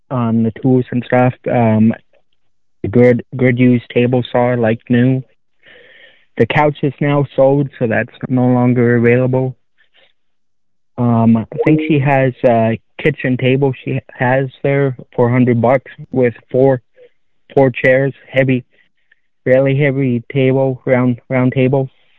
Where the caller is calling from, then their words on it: Langley, Manitoba, Canada; I'm calling from Langley, Manitoba